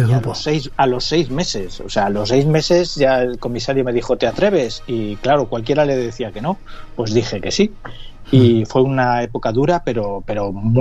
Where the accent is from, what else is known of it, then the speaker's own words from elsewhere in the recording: Madrid, Community of Madrid, Spain; mi infancia en Vallecas fue complicada. Eran años duros, eran años de heroína.